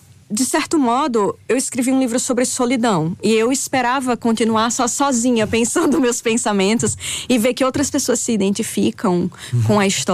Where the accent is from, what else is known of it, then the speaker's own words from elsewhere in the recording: Northeast Region, Brazil; now in Iowa, United States; do Nordeste do Brasil também, que é de onde eu sou.